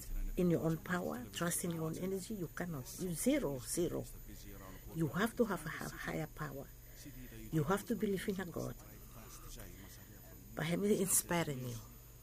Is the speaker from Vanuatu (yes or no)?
yes; Vanuatu; because I'm from Vanuatu, but I lecture in law.